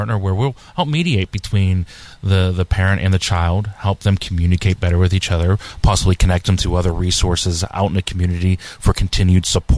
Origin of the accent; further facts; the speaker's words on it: North Huntington, Pennsylvania, United States; accent: Yinzer; I grew up in Westmoreland County, North Huntington area.